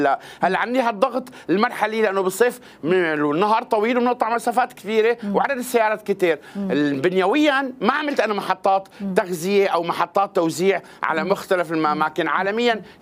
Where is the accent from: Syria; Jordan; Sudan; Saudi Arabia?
Syria; لأنه إحنا استعدنا الحقول كلياتنا كسوريين